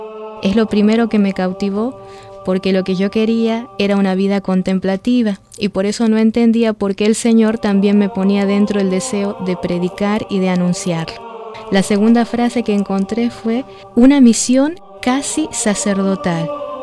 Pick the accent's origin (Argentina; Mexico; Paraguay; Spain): Argentina; Soy de Argentina y pertenezco a la Congregación de Misioneras de Jesús Verbo y Víctima.